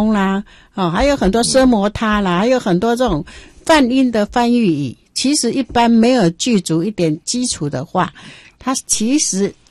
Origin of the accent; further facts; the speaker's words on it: China; 我们中国人本身要懂就很难，你知道吗？